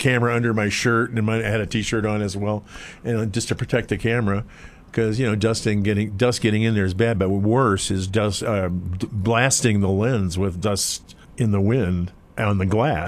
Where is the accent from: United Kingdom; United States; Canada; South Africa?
United States; Chicago, Illinois; When we were kids, my sister and I, my mom used to tell stories, and we grew up in Chicago.